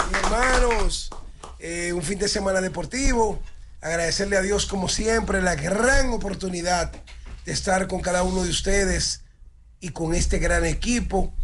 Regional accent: La Vega, Dominican Republic; yo vengo de la escuela de Carnaval de la Vega

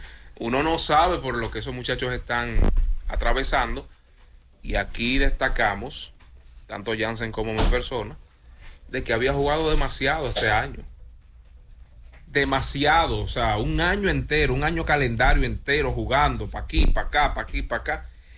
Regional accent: Dominican Republic; nosotros como dominicanos

